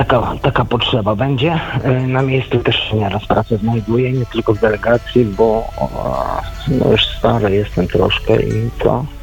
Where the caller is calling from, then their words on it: Kraków, Lesser Poland, Poland; Z Krakowa dzwonię.